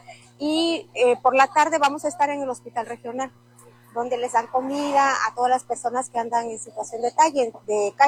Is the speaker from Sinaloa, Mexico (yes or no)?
no; Coatzacoalcos, Veracruz, Mexico; en nuestro caso, que venimos de Coatzacoalcos, Veracruz, aquí a la ciudad de Veracruz